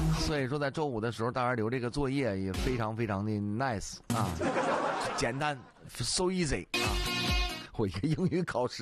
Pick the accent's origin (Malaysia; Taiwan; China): China; Northeast China; 咱东北有句土话说的非常好